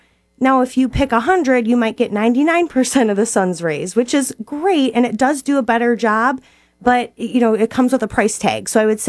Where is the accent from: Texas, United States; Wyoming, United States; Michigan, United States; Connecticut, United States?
Michigan, United States; Onaway; now in Sheboygan, United States; I'm a board-certified dermatologist, and I grew up in Onaway, actually. Traveled around a little bit. First, I was at Lake Superior State, then Michigan State, and then at Beaumont